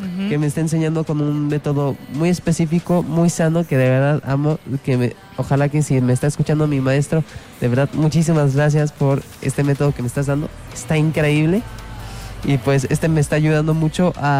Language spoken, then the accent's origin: Spanish; Querétaro, Mexico; Tengo 15 años y soy orgullosamente queretano.